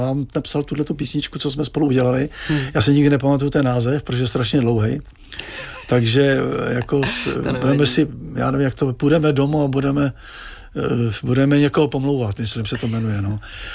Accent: Moravia, Czechia; Asi tím, že pocházím tam z Drahotu, z Moravy, tam jako, že jsem tam jako na tom

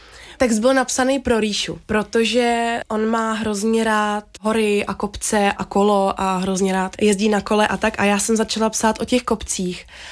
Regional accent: Prague, Czechia; born there; Narodila jsem se v Praze, v minulém století ještě, v roce 98.

